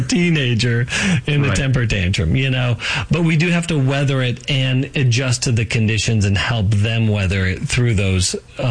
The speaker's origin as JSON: {"language": "English", "region": "Colorado", "country": "United States", "tie": "born or raised there"}